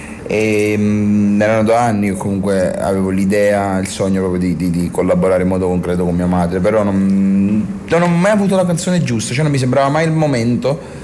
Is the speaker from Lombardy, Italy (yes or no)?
no; Mugnano di Napoli, Campania, Italy; Tutto il popolo mugnane, che bello, il mio paese, io adoro tanto il mio paese